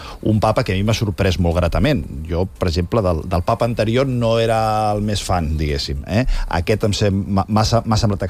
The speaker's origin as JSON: {"language": "Catalan", "town": "Barcelona", "region": "Catalonia", "country": "Spain", "said": "cosa que com a barceloní doncs em genera també molta satisfacció"}